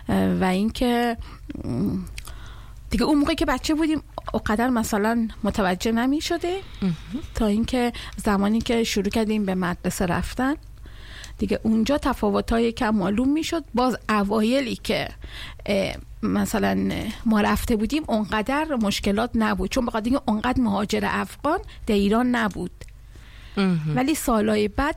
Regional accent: Afghanistan; French is a second language; moved away as an adult; also born or lived in Iran; now in Boulogne, France; Je suis afghane. J'habite à Boulogne. Je suis venue en France 2021.

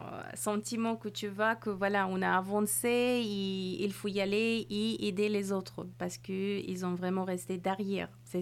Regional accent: Afghanistan; moved away; je suis de l'Afghanistan.

